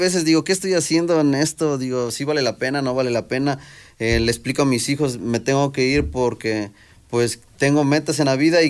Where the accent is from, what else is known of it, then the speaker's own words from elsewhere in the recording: Chietla, Puebla, Mexico; yo soy de Chietla, pues me queda cerca a Huehuetzingo